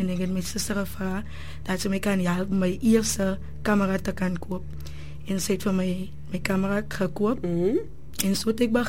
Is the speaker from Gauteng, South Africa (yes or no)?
no; Oudtshoorn, Western Cape, South Africa; Ek het groot geraak in Oudtshoorn. Ek is 22-jarige ouwe jong dame van 4 bezigheden.